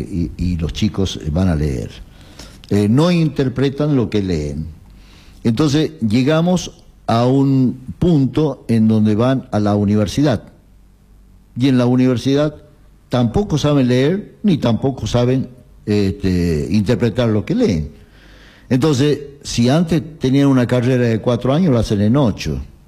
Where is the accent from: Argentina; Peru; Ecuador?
Argentina; somos los argentinos